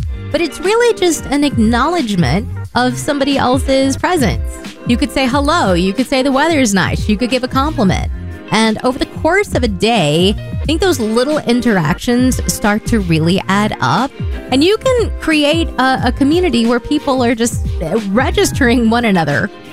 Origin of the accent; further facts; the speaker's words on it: Texas, United States; I grew up in Texas